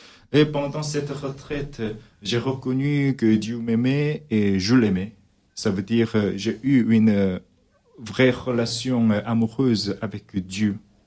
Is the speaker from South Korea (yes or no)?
yes; South Korea; French is a second language; moved away as an adult; now in France; Quand je suis entré au séminaire en Corée, je n'avais que 18 ans.